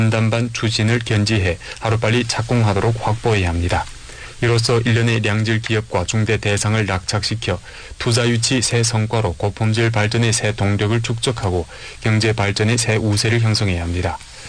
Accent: Helong, Jilin, China; 저는 화룡 사람입니다. 대학을 졸업하고 나서 큰 도시로 가지 않고 화룡에 돌아와 윤동 목업연회사에 입사해 마음 편히 출근했습니다.

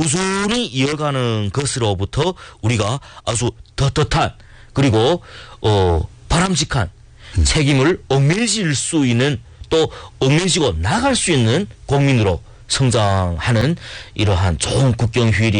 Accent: Yanji, Jilin, China; 우리 고향 연결시에도 많은 유람객들이 올 것이 뻔합니다.

